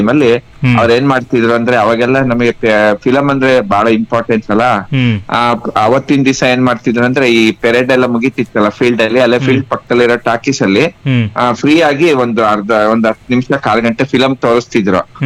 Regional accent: BR Project, Karnataka, India; ನಾನು ಹೈಸ್ಕೂಲ್ ಮತ್ತೆ primary school ಎಲ್ಲ ಓದಿದ್ದು BR ಪ್ರಾಜೆಕ್ಟ್ ನಲ್ಲೇ.

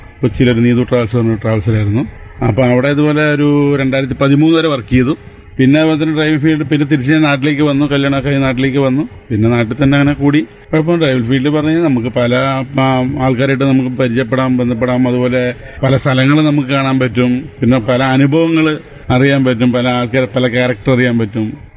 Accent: Malampuzha, Kerala, India; ഞാൻ വരുന്നത് പാലക്കാട് നിന്നാണ്, പാലക്കാട് മലമ്പുഴയിൽ നിന്നാണ്.

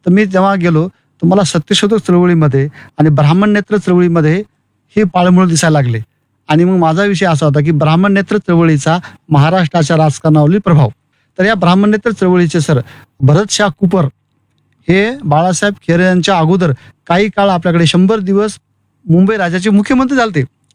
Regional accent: Shendra, Maharashtra, India; मी मूळचा शेंद्रा, जिल्हा परभणी, तालुका परभणी.

